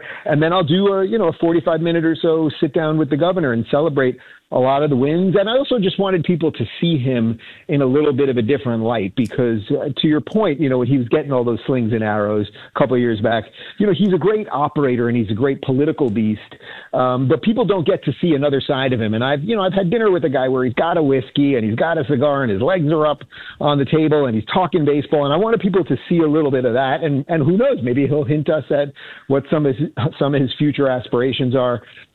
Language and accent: English; California, United States; moved away as an adult; now in Florida, United States; I'm a transplant from Cali, came to Florida during COVID, December of 21, moved my family and two companies here.